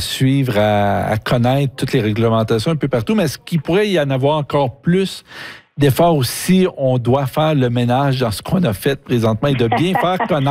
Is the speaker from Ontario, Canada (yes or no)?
yes; Ontario, Canada; Chez nous, en Ontario